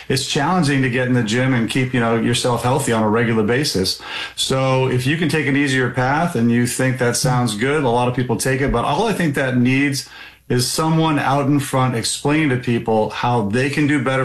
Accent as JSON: {"language": "English", "region": "Maine", "country": "United States"}